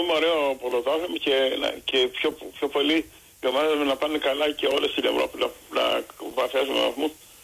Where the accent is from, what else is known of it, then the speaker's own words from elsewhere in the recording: Chania, Crete, Greece; Εγώ είμαι από Χανιά.